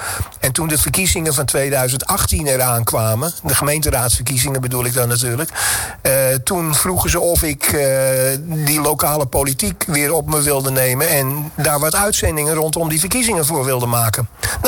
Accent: Amsterdam, North Holland, Netherlands; Nee, ik ben een Amsterdammer en dat kun je ook horen.

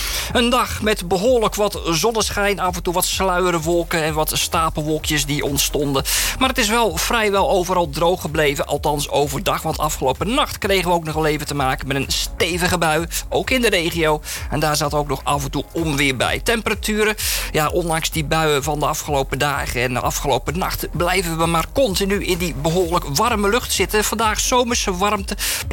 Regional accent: South Holland, Netherlands

